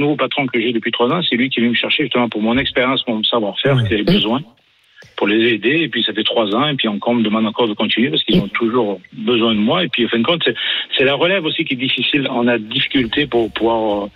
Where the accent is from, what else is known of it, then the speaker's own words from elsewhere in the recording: Quebec, Canada; et puis moi je suis d'origine du Québec, et chez moi, on est la retraite est à 67 ans depuis longtemps.